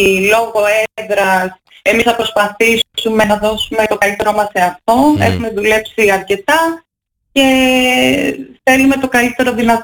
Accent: Akrata, Western Greece, Greece; Είναι η πατρίδα μου, την αγαπάω πολύ την Ακράτα.

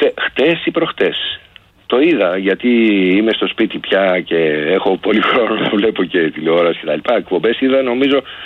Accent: West Greece, Greece; Δηλαδή ένα νοσοκομείο στο Αγρίνιο, ένα στο Μεσολόγγι, που είναι διαφορά, λέω για την πατρίδα μου, που είναι ενός τετάρτου.

